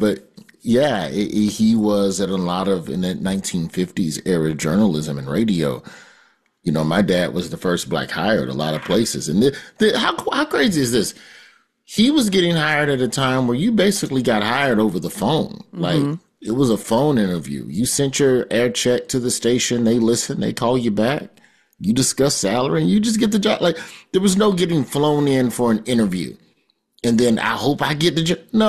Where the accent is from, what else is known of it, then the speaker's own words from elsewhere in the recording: the South, United States; When I was growing up in the South, consistent male role models were far and few in between.